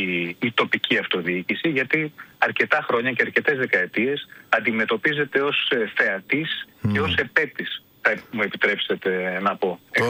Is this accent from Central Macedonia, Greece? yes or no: yes; Serres, Central Macedonia, Greece; Εγώ είμαι από Σέρες.